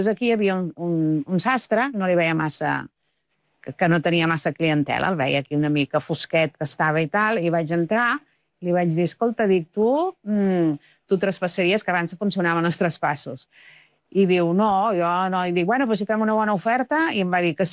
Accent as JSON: {"language": "Catalan", "town": "Sabadell", "region": "Catalonia", "country": "Spain", "said": "perquè sóc de Sabadell"}